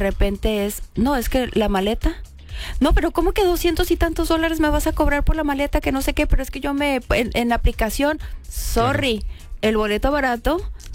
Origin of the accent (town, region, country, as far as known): Mexico